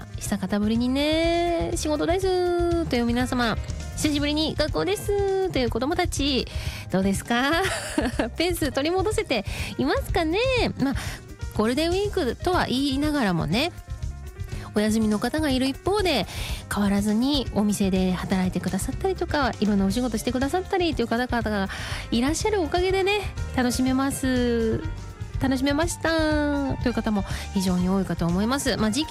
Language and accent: Japanese; Yamagata, Japan; moved away; 私の地元の山形の方に、実家の方に、帰省してきて、